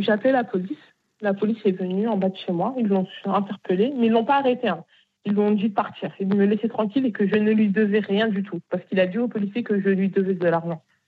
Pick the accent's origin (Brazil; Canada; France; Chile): France; Bagneux, Île-de-France; Parce que moi, je viens de Bagneux.